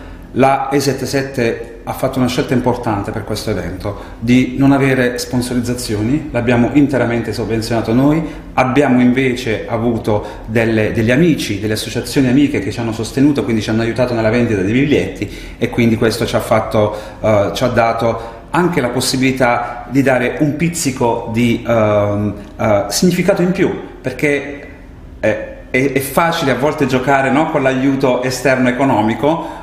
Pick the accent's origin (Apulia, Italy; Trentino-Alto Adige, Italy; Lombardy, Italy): Apulia, Italy; Taranto; Io sono un tarantino doc di tante generazioni